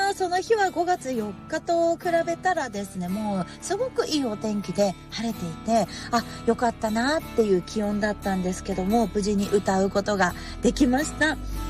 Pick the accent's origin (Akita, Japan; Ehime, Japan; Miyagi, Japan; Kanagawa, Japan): Akita, Japan; Oga; 秋田の男鹿半島にある北浦公民館っていう私が生まれ育った場所ですね